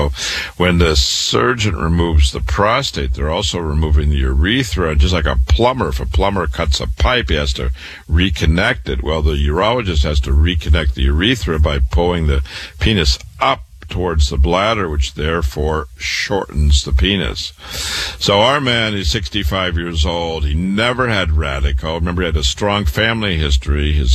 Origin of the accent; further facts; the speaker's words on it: Waterloo, Iowa, United States; I'm a cancer doctor. I was born and raised in Waterloo, Iowa. I went to public school there, university there